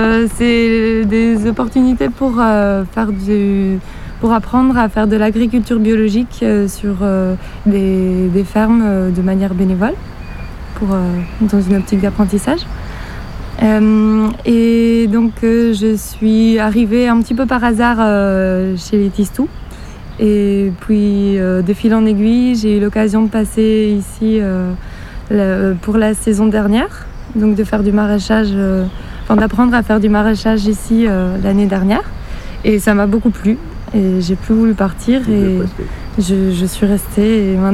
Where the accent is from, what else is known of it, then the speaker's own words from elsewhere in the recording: Belgium; moved away as an adult; now in Chancelade, France; parce que je suis belge, donc j'ai fait des études en Belgique de sciences politiques et puis de gestion de l'environnement